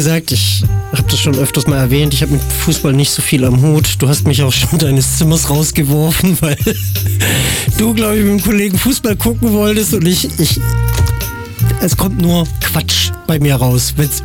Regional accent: Mannheim, Baden-Württemberg, Germany; Ich bin aus Mannheim, wurde zurückgezogen. Ich war dann in Künzelsau

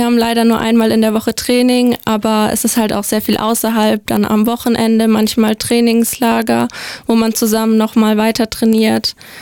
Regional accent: Löwenstein, Baden-Württemberg, Germany; Ja, sehr. Also es ist halt auch einfach durch die ländliche Gegend, es ist sehr ruhig, man hat entspannt, man hat auch viele Tiere, die dort unterwegs sind. Es ist einfach eine sehr entspannte, entschleunigende Gegend.

